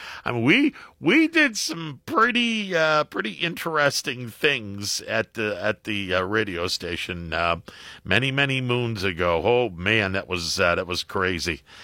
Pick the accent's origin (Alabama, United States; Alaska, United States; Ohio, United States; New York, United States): Ohio, United States; Leetonia; that's in my hometown where I grew up, down in Letonia, which is in northern Columbiana County.